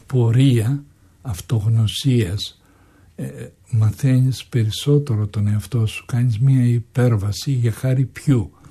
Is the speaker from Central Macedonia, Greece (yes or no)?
no; Anogia, Crete, Greece; moved away; να παίξω στο χωριό μου